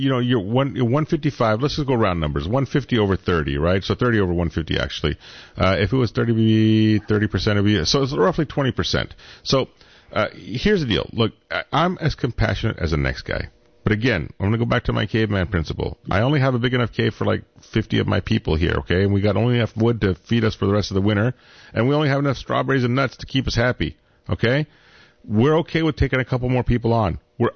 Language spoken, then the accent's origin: English; Iran; I came from Iran. I'm a Syrian Christian. In Iran, you don't get to have, you know, they don't like you to have churches or whatever.